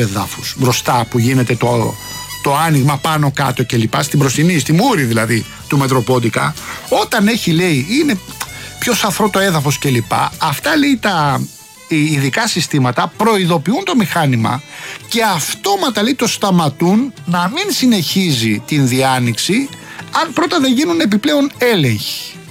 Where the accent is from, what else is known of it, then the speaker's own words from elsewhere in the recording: Rafina, Attica, Greece; Εντάξει, στην περίπτωση αυτή είναι και ο τόπος μου και μαθαίνω 5 πράγματα παραπάνω. Τώρα, αφήνουμε τα της Ραφίνας.